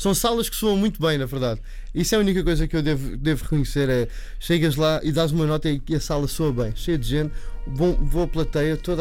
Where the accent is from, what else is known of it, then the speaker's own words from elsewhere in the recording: Portugal; como nós a falarmos inglês temos sotaque, não é? Temos um sotaque português